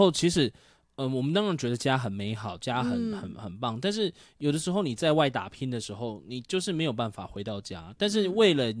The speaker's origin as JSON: {"language": "Chinese", "region": "southern Taiwan", "country": "Taiwan", "tie": "born or raised there", "moved": "yes", "said": "像我自己也是成长的时候是在南部，然后有的时候在很复杂的这种就是大都市里面工作"}